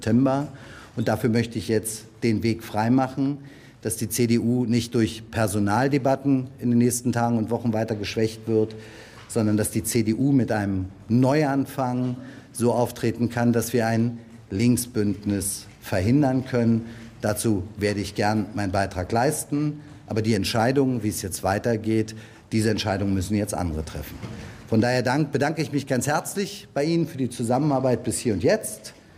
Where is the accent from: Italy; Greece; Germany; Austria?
Germany; Berlin; Es war mir eine große Ehre, für meine Heimatstadt, für mein Berlin, für die Berlinerinnen und Berliner arbeiten zu dürfen.